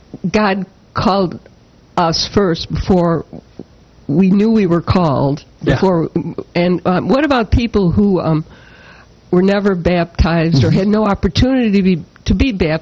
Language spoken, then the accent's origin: English; Chicago, Illinois, United States; I'm from Chicago.